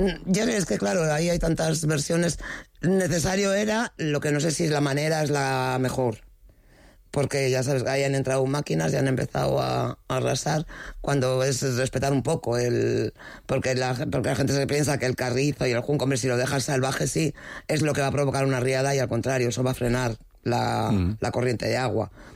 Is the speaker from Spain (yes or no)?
yes; Castile and León, Spain; no celebramos las batallas perdidas, aunque somos castellanos y celebramos Villalar.